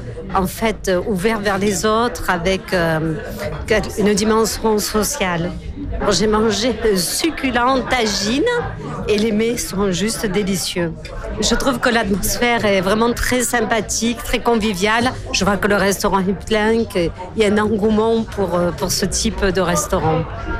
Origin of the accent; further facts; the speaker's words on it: Toulon, Provence-Alpes-Côte d'Azur, France; je viens de Toulon.